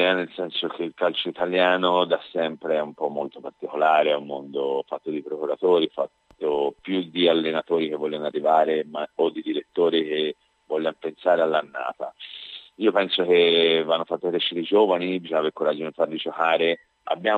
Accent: Colombia; now in Florence, Italy; la mia terra Colombia

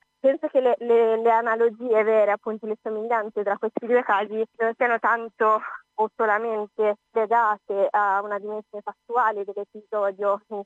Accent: Bologna, Emilia-Romagna, Italy; a me interessa molto il tema della memoria storica, sono laureata in storia contemporanea, sono bolognese

